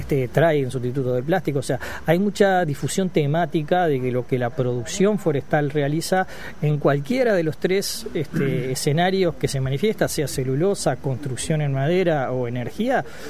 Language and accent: Spanish; Uruguay; nosotros, Uruguay